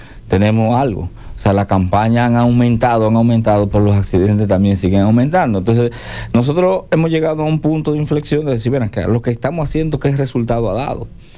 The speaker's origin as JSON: {"language": "Spanish", "region": "La Vega", "country": "Dominican Republic", "said": "Somos de la Vega."}